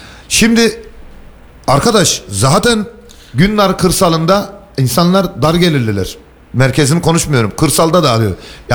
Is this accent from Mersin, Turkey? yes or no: yes; Mersin, Turkey; born there; 200 sene sonra doğduğum köyün dedelerim, büyük büyük dedelerim yol görmemiş.